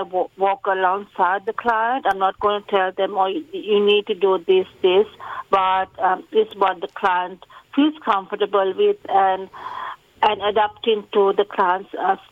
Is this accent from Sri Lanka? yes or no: yes; Sri Lanka; first language Sinhalese; English is a second language; now in Australia; so I'm from Sri Lanka, as I said, so I speak Sinhalese. I'm fluent in my language. I can read, write and talk.